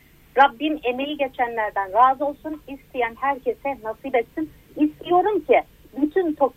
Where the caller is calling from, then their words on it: Bursa, Turkey; ben bir katlı evde oturuyorum, işte çok sağlam falan. Bursa Yıldırım'dan arıyorum ben.